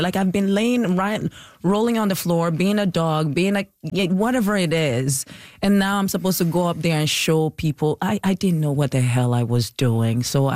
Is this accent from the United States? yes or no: no; Nigeria; accent: Nigerian